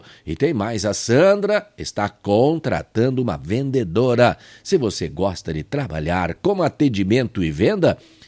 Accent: Pato Branco, Paraná, Brazil; lá em Pato Branco, minha terra natal. Pato Branco é minha terra natal

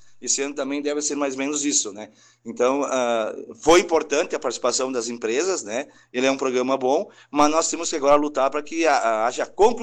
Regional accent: Ijuí, Rio Grande do Sul, Brazil; nós somos aqui de Juiz

